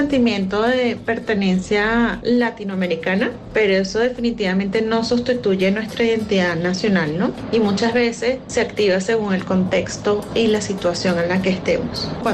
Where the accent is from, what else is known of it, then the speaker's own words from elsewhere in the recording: Venezuela; now in Mexico; Y como venezolana, que pues ya yo llevo casi 12 años viviendo en México, sí he sentido que la migración amplía la identidad.